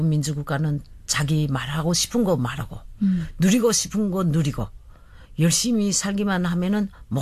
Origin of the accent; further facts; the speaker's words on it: North Korea; now in South Korea; 우리가 북한에서 왔다고 전 세계 불쌍한 사람들을 많이 배려해 주시고 그러니까 우리가 하느님이 그 기도를 많이 받고 그리고 지금은 한국에 와서 지금 어려운 거 없고